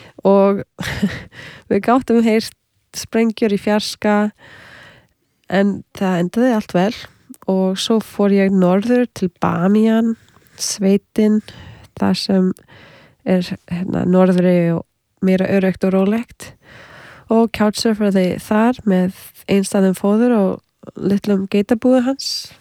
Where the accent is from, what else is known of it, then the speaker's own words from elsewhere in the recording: Canada; ég ólst upp í Kanada með hálf indverskri móður frá Suður Ameríku. Svo ég var þegar alþjóðlegt barn og með nokkuð tungumál sem ég gat notað.